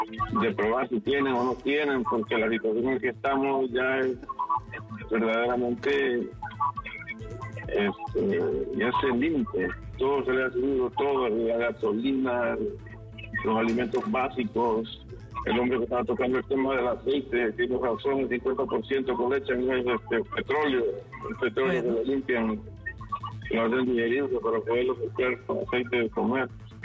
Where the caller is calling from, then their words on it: Choloma, Cortés, Honduras; hablo desde Choloma.